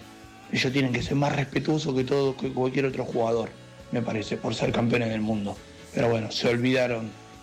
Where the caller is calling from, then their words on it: Ituzaingó, Buenos Aires Province, Argentina; Ituzaingó.